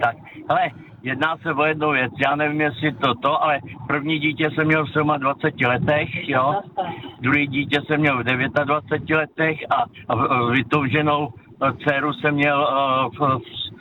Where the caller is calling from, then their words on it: Štětí, Ústí nad Labem Region, Czechia; jo, ze Štětí, jo.